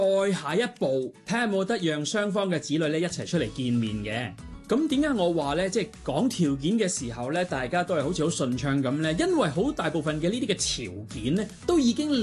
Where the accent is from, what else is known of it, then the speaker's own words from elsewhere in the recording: Hong Kong; now in Chengdu, China; 我作为一个香港人